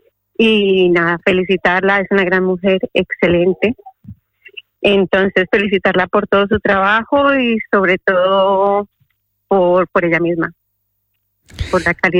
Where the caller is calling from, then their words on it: Armenia, Quindío, Colombia; accent: Colombian; de Colombia, de Armenia.